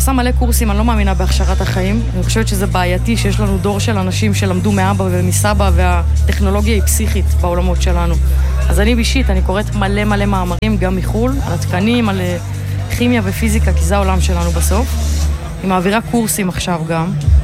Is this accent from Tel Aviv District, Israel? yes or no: yes; Tel Aviv, Tel Aviv District, Israel; אני מתל אביב